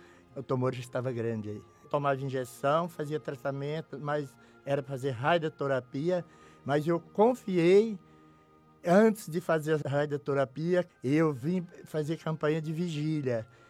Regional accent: São Paulo, Brazil; Eu sou de Piraporinha de Santo Amaro, congrego no Parque Santo Antônio.

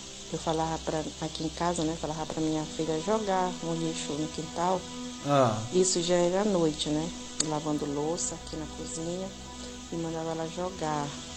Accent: Maranhão, Brazil; E quando eu vi, eu já estava num lugar onde que eu fui criada, que era lá no Maranhão.

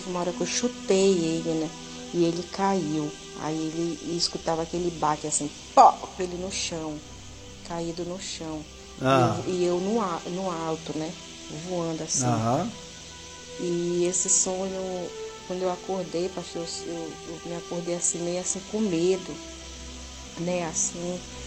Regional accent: Maranhão, Brazil; E quando eu vi, eu já estava num lugar onde que eu fui criada, que era lá no Maranhão.

